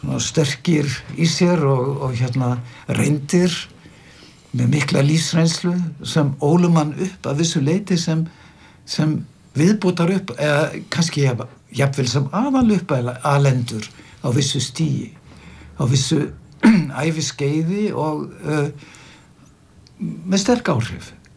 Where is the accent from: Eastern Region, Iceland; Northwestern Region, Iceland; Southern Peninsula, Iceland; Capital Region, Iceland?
Northwestern Region, Iceland; Stórgiljá; ég var upp alinn svona hálfuleiti á Stórgiljá. Norður Húnaþingi